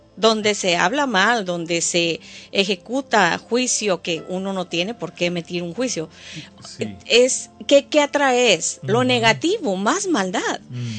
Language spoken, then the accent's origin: Spanish; Mexico; moved away; yo estoy acá, pero soy mexicana.